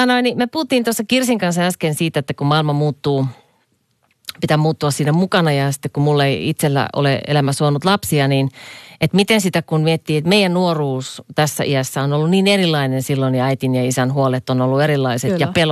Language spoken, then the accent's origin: Finnish; Kajaani, Kainuu, Finland; Mäkin olen Kajaanista kotoisin